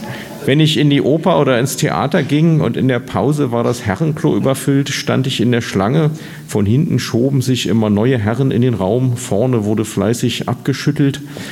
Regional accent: East Germany, Germany; Jetzt wurde ich als Ossi schon von Ossis beleidigt und das, indem sie mich einen Wessi nannten.

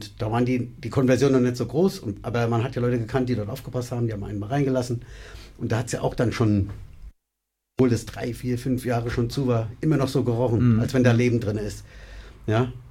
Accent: Hanau, Hesse, Germany

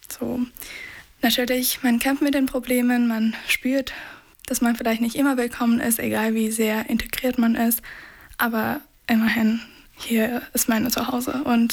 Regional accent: Chemnitz, Saxony, Germany; Aber trotzdem ist für mich diese Stadt einfach zu meiner Heimat geworden, weil ich hier aufgewachsen bin, weil meine Familie hier ist.

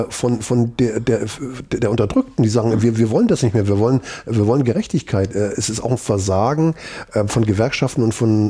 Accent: East Germany, Germany; born there; Das ist so viel Zufall, wo ich geboren bin. Also bin ich im Osten geboren

